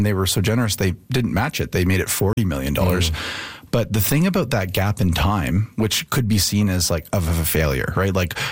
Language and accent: English; Ireland; You know, I'm Irish as well.